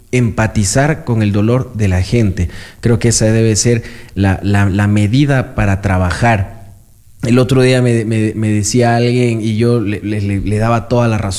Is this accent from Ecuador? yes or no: yes; Loja, Ecuador; si bien nací en Loja y soy lojano de toda la vida y vivo aquí, mi madre es española.